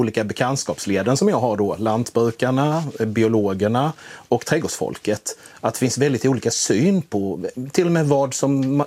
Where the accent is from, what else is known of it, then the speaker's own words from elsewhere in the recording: Blekinge, Sweden; Jag är lantbrukarson från Blekinge.